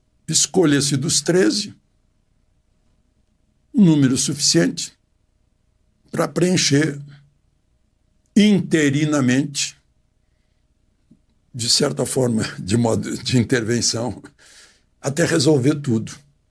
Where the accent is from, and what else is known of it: Rio Grande do Sul, Brazil; moved away